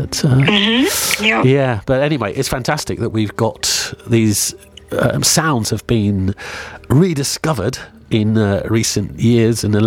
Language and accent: English; Kyushu, Japan; also born or lived in Tokyo; So Kyushu is like my hometown. So I'm kind of going there. I lived in Tokyo for about 7 or 8 years.